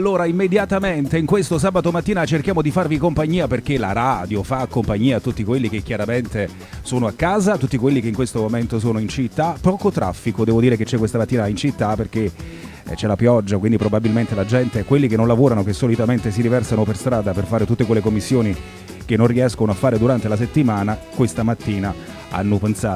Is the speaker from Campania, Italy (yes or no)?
yes; Naples, Campania, Italy; noi, che siamo napoletani al 100% e tifosi napoletani al 100%